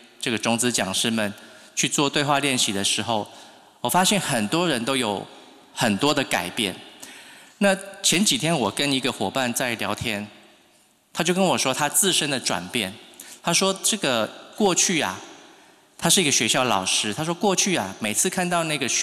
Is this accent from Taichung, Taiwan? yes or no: yes; Taichung, Taiwan; 我是台中人，我是台中太平人，以前太平那个快速道路还没有盖好以后很偏僻的